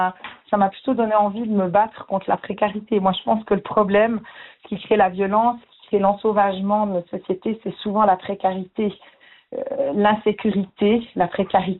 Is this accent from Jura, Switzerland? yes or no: yes; Jura, Switzerland; accent: Jura; moi je parle français avec un accent du Jura